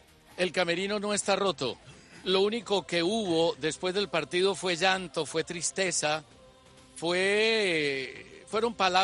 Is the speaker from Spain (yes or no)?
no; Colombia